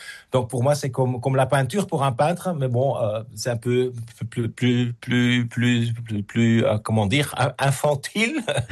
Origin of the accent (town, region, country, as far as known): Belgium